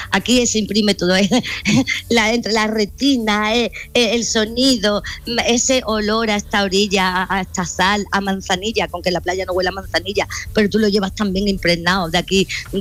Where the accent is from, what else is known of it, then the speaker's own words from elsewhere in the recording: Seville, Andalusia, Spain; Bueno, perdona, yo soy de Sevilla.